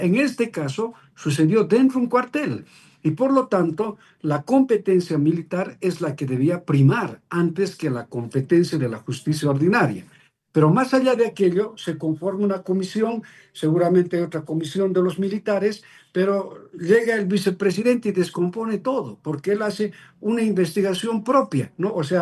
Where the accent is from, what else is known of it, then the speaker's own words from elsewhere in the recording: Bolivia; Y eso es lo que nosotros como bolivianos que tenemos que comenzar a liberarnos de este tipo de políticos inhumanos